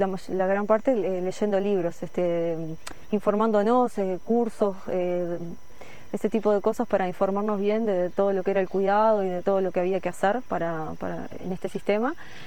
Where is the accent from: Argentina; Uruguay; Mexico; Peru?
Uruguay; Sarandí del Yi, Durazno; No, yo soy oriunda de Sarandí del Yi, viví en Durazno también, y bueno, luego que nos casamos con Gonzalo, me vine a vivir acá.